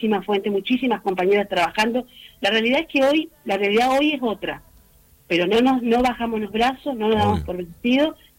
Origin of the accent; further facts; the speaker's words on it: Santa Fe, Argentina; somos de Santa Fe Capital, capital de la cumbia santafesina principalmente, pero también mucho, mucho folclore.